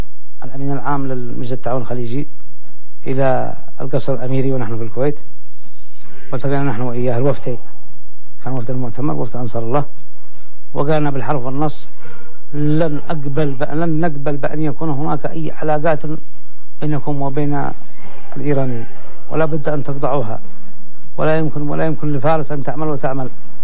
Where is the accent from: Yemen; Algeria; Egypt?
Yemen; أنا كشعب يمني